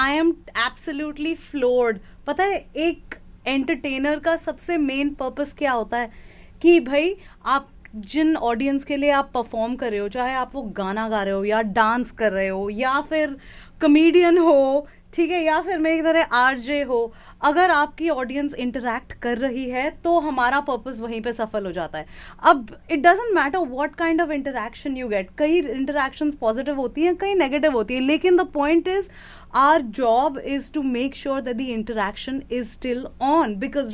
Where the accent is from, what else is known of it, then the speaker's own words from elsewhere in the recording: Delhi, India; Because भाई हम दिल्ली वाले हैं, दिल्ली वाले ऐसी बात करते हैं.